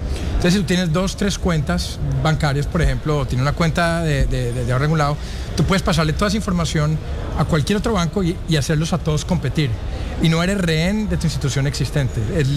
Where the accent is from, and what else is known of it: Colombia